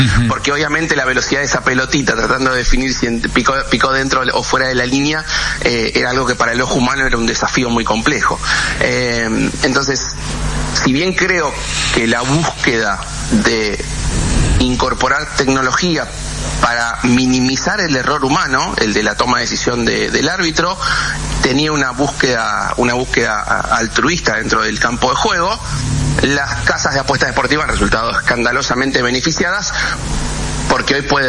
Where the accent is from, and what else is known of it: Argentina; born or raised there; also born or lived in Uruguay